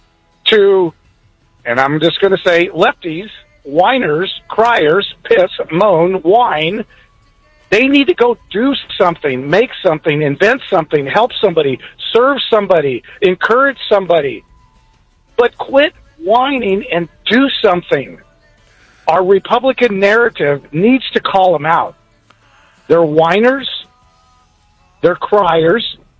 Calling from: Mesa, Arizona, United States; calling from Mesa.

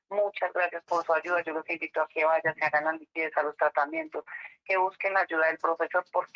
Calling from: Macanal, Boyacá, Colombia; yo le llamo Macanal Boyacá.

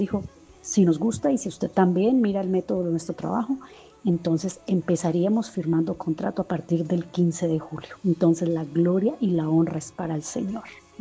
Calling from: Duitama, Boyacá, Colombia; hablo desde Duitama.

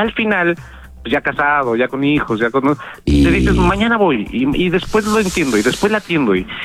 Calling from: Mexico City, Mexico; De acá, de Iztapalapa.

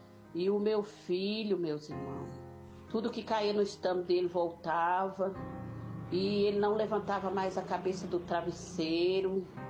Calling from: Bahia, Brazil; Hoje eu sou membro desta igreja aqui na Bahia.

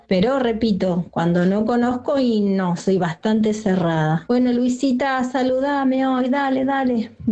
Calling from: Zárate, Buenos Aires Province, Argentina; Hola Luisa, hola equipo, hola audiencia … de Zárate.

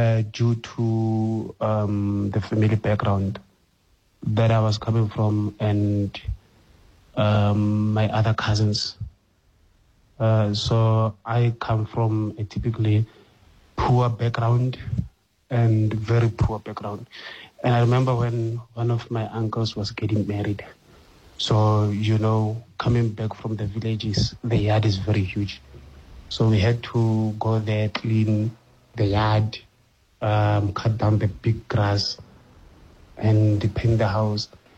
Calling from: Pretoria, Gauteng, South Africa; I'm from Pretoria.

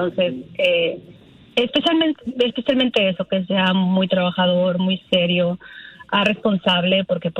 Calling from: Jalisco, Mexico; yo soy de Jalisco.

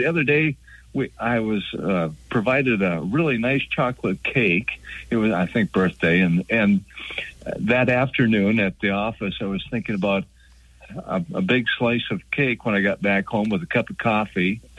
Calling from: Fargo, North Dakota, United States; up in Fargo, North Dakota, Frosty Fargo.

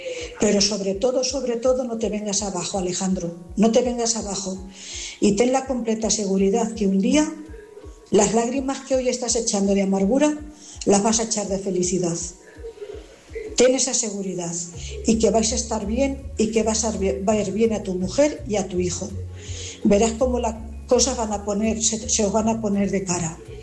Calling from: Cuenca, Castilla-La Mancha, Spain; corresponsal de Cuenca.

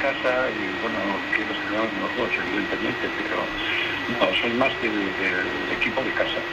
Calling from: Asturias, Spain; Desde Asturias.

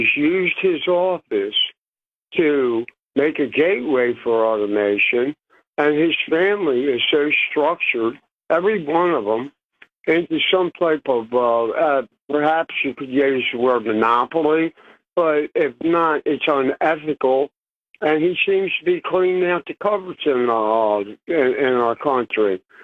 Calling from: Maryland, United States; I'm calling from Maryland.

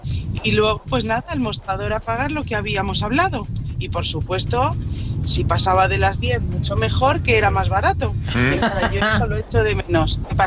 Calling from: Móstoles, Community of Madrid, Spain; Soy … de Móstoles.

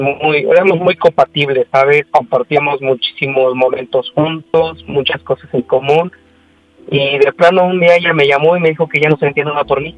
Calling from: Puebla, Mexico; Tengo 26 años, aquí de la ciudad del Camote, en Pueblita.

